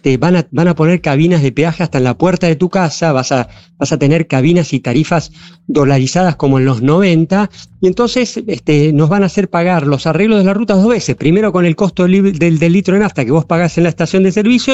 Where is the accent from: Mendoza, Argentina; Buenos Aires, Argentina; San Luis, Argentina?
Mendoza, Argentina; vengo de Mendoza, sí.